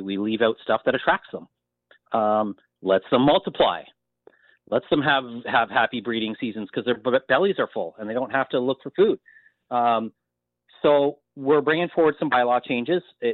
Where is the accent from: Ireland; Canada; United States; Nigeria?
Canada; Wallaceburg, Ontario; and I grew up in Wallaceburg down, further towards the St. Clair River.